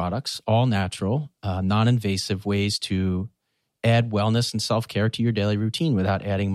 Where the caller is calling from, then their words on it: Point Pleasant Beach, New Jersey, United States; I'm calling in from Point Pleasant Beach, New Jersey